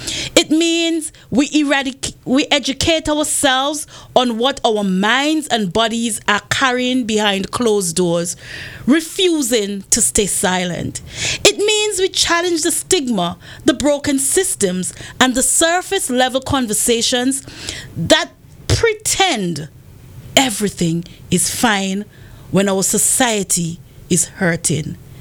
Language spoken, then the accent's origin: English; Montserrat; moved away; Montserrat, my hometown, the Emerald Isle of the Caribbean